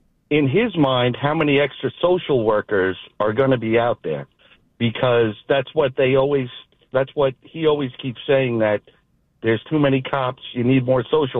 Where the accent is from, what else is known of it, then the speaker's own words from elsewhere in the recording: New York, United States; I grew up in New York. I still live in New York.